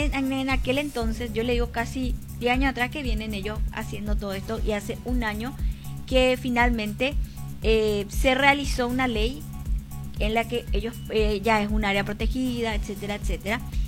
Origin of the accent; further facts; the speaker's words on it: Paraguay; nuestro país